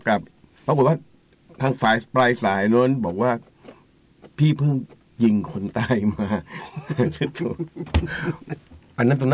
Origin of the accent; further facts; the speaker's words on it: Nonthaburi, Thailand; ไอ้เราก็เป็นคนนนทบุรี